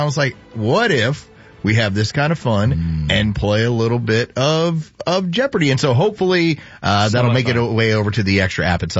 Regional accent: Texas, United States; I'm from Texas.

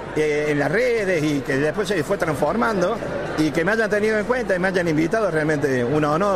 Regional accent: Córdoba, Argentina; accent: tonada cordobesa

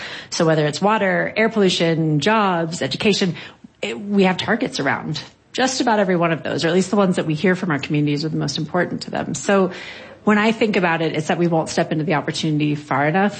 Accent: Texas, United States; I'm from Texas.

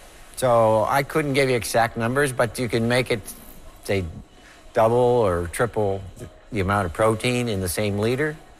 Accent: Sussex, New Brunswick, Canada; I'm from Sussex, and it's the heart of the dairy industry in New Brunswick

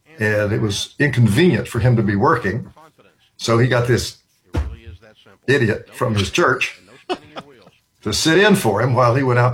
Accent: High Point, North Carolina, United States; So there were three radio stations in my hometown, High Point, North Carolina.

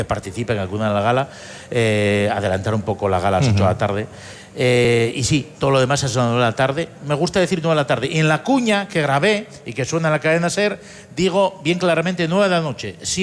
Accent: Asturias, Spain; nos refleja talmente como somos los asturianos.

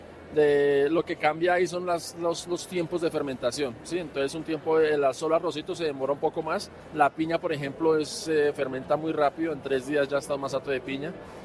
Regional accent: Bogotá, Colombia; born or raised there

